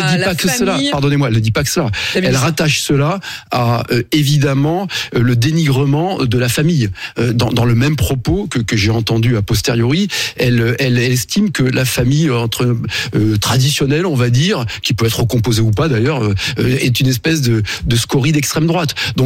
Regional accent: France; en tant que Français

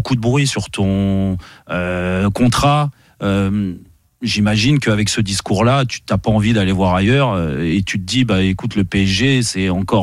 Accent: Île-de-France, France; born there; Mais oui, moi j'ai le cœur parisien, c'est comme ça. Tu vas pas te refaire. Je suis né à 2 kilomètres du parc.

